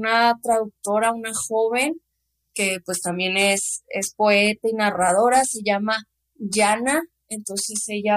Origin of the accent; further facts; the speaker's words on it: Cuauhtémoc, Chihuahua, Mexico; me dijo, ¿de dónde eres? No, que de Cuauhtémoc, Chihuahua